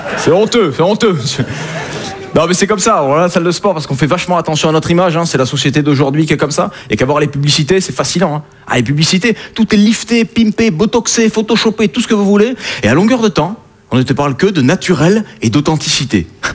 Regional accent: Southern France, France; Hein, je viens du sud de la France.

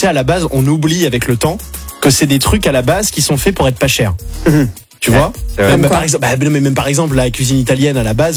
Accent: Nouvelle-Aquitaine, France; moi vous savez que je suis de Charente-Maritime

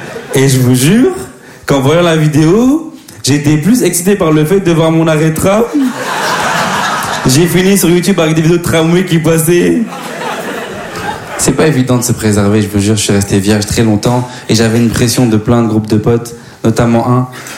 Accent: DR Congo; Eh, hey, moi, je suis congolais, hein. On aime les femmes, mais on préfère les vêtements.

